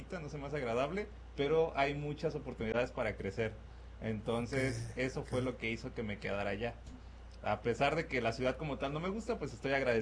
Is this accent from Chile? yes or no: no; Morelia, Michoacán, Mexico; now in Tijuana, Mexico